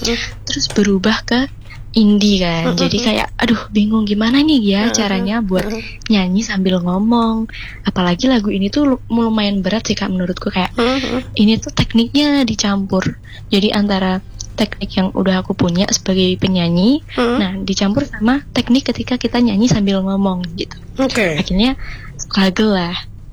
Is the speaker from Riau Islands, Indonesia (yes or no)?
no; Madiun, East Java, Indonesia; born or raised there; moved away as an adult; now in Malang, Indonesia